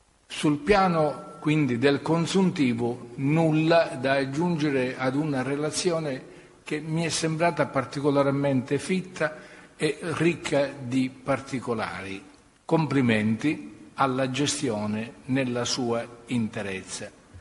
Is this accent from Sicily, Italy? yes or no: yes; Sicily, Italy